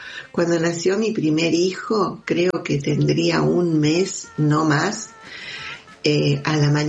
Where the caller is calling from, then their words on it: Villa Devoto, Buenos Aires, Argentina; Les dejo un abrazo … de Devoto.